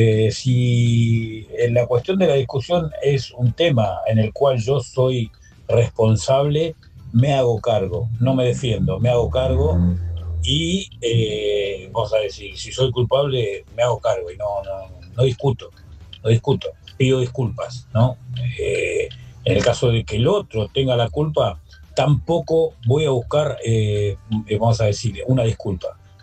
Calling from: Guernica, Buenos Aires Province, Argentina; de Guernica.

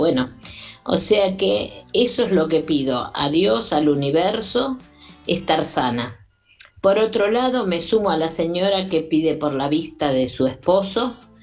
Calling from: Gregorio de Laferrere, Buenos Aires Province, Argentina; soy de La Ferrere.

